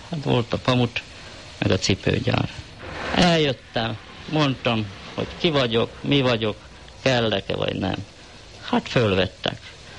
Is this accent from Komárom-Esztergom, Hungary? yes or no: no; Vas, Hungary; born there; also born or lived in Szombathely; én itt Szombathelyen érettségiztem. Hazafele kerékpárra mentem, ez olyan 30 kilométer a szülőfalumhoz